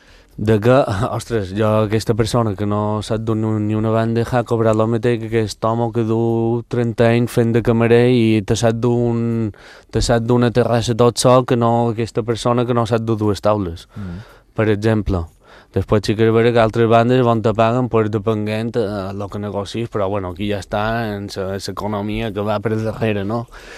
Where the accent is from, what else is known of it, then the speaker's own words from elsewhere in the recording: Balearic Islands, Spain; Sí, jo xerro italià, no t'he dit perfecte, però molta gent, ostres, i de què part d'italià era? No, jo soc mallorquí